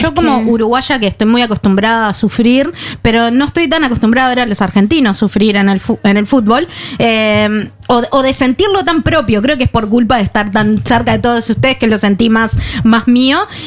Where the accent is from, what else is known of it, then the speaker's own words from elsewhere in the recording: Sweden; Siendo sueca, es más, me canté … la serie.